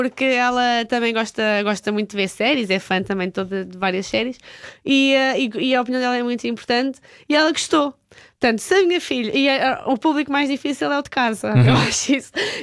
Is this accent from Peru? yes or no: no; Elvas, Alentejo, Portugal; moved away as an adult; now in Lisbon, Portugal; Eu também vim de Elvas para Lisboa, tinha 20€ no bolso e ninguém acreditou em Elvas que eu ia conseguir fazer nada em Lisboa, achavam todos que ia voltar.